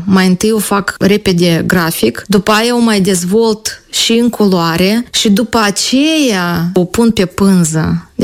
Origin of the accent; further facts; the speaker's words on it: Chișinău, Moldova; also born or lived in Sofia, Drochia District, Moldova; Copilăria mea în Chișinău, dar vacanțele le-am petrecut la bunica. Unde? La nordul Moldovei. Vin satul Sofia.